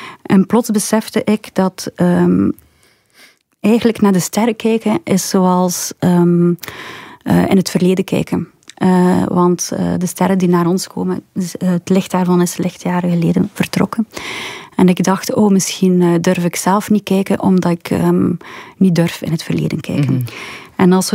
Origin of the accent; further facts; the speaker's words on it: Ingooigem, Flanders, Belgium; born there; De plaats waar Stijn Streuvels gewoond heeft. En dat is ook mijn geboortedorp eigenlijk in Gooichem.